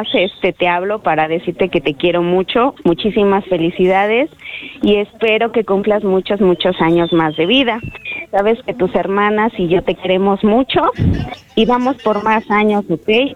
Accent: Tlaxcala, Mexico; Mira, es que estoy trabajando, nos dedicamos, somos de aquí de Tlaxcala.

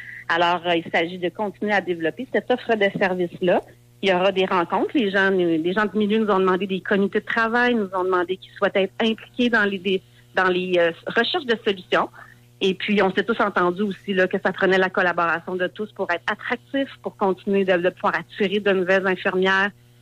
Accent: Rivière-du-Loup, Quebec, Canada; born there; Je suis née à Rivière-du-Loup, j'ai vécu à Rivière-du-Loup. Ma famille vient d'ici

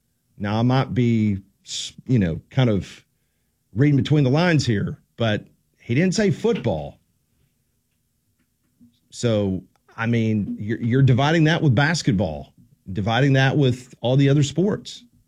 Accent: Texas, United States; I'm from Texas. I love the SEC and the Big Ten.

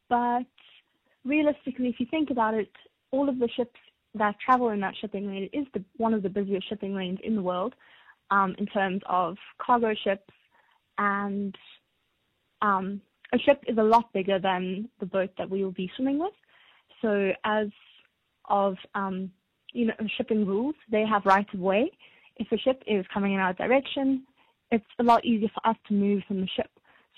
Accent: Cape Town, Western Cape, South Africa; Growing up in Cape Town, I think it's a big part of everyone's childhood, being comfortable in the water, swimming in the ocean.

